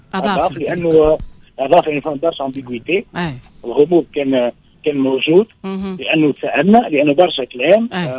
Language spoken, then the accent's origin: Arabic; Tunisia